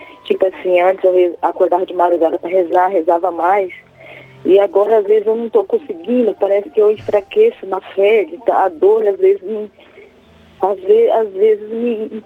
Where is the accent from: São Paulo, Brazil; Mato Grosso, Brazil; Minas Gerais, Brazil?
Mato Grosso, Brazil; Sinop; Eu sou de Sinop, Mato Grosso.